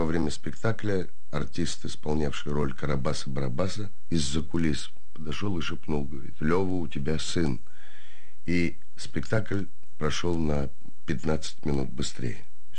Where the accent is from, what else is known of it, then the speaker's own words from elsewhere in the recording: Tula, Tula Oblast, Russia; born there; Я родился в Туле, родился во время спектакля.